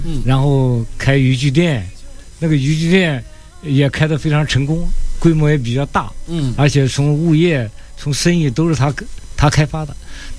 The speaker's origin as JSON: {"language": "Chinese", "region": "Anhui", "country": "China", "moved": "yes", "said": "包括我是安徽人，我们安徽同乡会"}